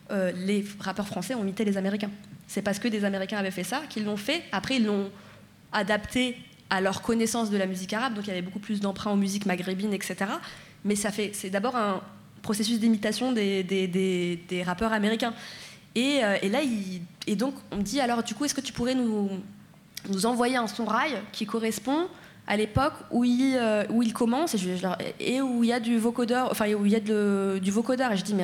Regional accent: Marseille, Provence-Alpes-Côte d'Azur, France; moi c'est parce que j'adore cette musique, parce que j'ai grandi à Marseille.

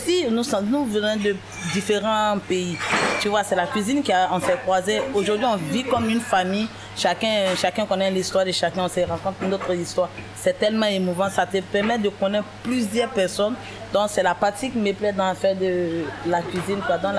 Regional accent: Côte d’Ivoire; now in France; je suis ivoirienne.

